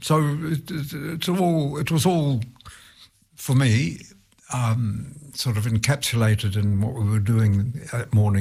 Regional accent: New Zealand; as a New Zealander, as a Kiwi

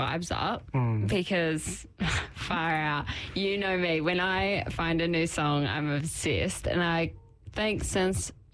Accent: England, United Kingdom; I'm bringing dance in good vibes. I'm English. Give me a break, man.

